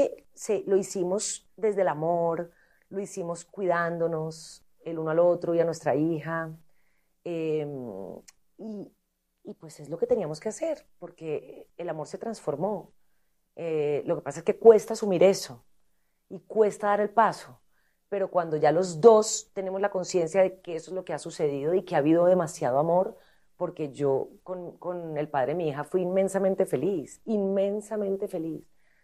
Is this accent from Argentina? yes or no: no; Colombia; now in Spain; No, yo me siento colombiana y española también. Ya en este momento llevo más tiempo viviendo en España